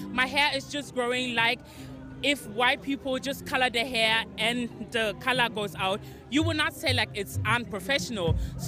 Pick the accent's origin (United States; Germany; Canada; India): Germany; I grew up in Germany.